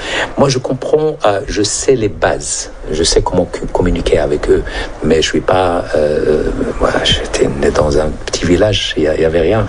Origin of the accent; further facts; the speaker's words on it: Imintanout, Marrakesh-Safi, Morocco; now in California, United States; ville qui s'appelle Imintanout, dans le Haut Atlas, donc entre Agadir et Marrakech. J'ai grandi à Imintanout, mais je suis né dans un petit village, une petite maison